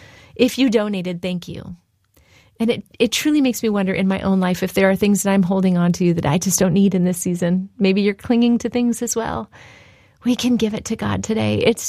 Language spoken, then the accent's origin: English; California, United States; I grew up in SoCal, not too far from the beach.